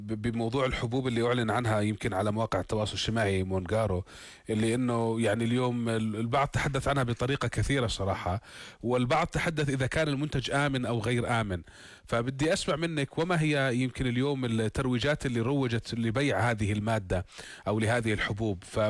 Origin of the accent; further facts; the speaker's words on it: Jordan; يعني المسجل عندنا في الأردن هي إبر تعطى تحت الجلد.